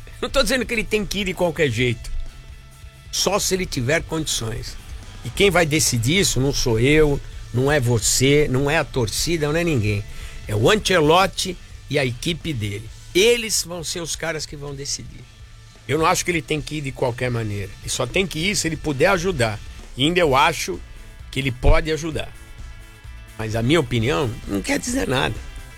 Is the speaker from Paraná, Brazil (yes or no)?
no; São Paulo, Brazil; Meu time, meu bairro, cresci na Moca. Sou da Moca, não moro hoje mais no bairro.